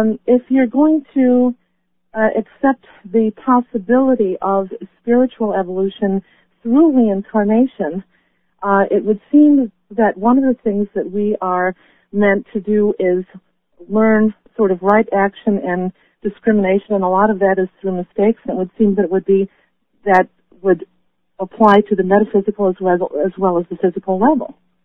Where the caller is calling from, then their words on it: Chicago, Illinois, United States; in Chicago.